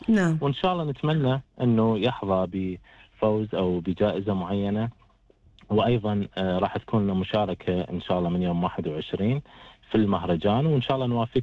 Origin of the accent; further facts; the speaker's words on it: Iraq; طبعا كعراقي حس بهذا الخطر